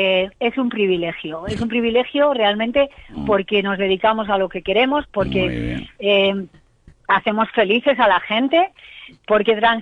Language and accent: Spanish; Valladolid, Castile and León, Spain